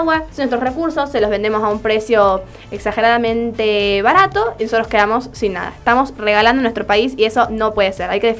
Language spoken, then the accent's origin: Spanish; Catamarca, Argentina; nosotros como Catamarca, como una provincia minera